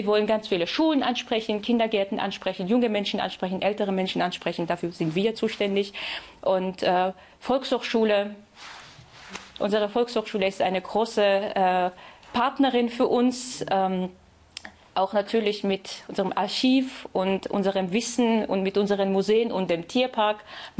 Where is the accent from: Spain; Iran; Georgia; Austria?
Georgia; now in Dessau, Germany; Und nun stehe ich hier als Georgierin und ich sage, ich bin eine Dessauerin mit georgischen Wurzeln, also eine Europäerin.